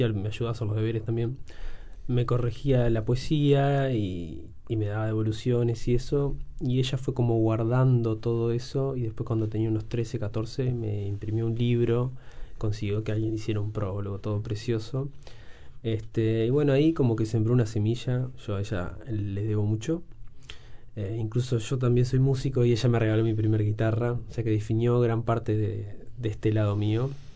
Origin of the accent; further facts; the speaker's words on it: San Ramón, Canelones, Uruguay; also born or lived in Montevideo; Yo me crié en San Ramón. Viví hasta los 16 años. Después viví un tiempo en Montevideo. Después volví. Y hace ahora 8 años que me hice una casa en el campo, como unos... Está a 15 kilómetros de San Ramón y vivo ahí.